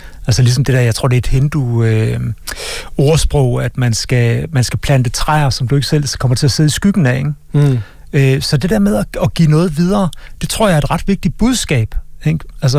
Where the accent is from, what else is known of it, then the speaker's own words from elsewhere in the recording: Central Denmark Region, Denmark; jeg er en mand fra Østjylland.